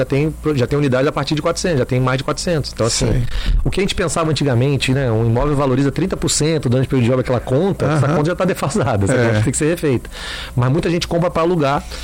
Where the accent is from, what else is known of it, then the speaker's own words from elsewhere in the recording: Rio de Janeiro, Brazil; now in Fortaleza area, Brazil; Eu sou carioca, então a distância para mim não é nada.